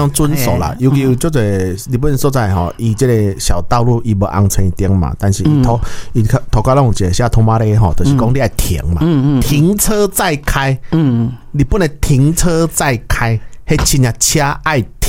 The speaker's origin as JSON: {"language": "Chinese", "country": "Taiwan"}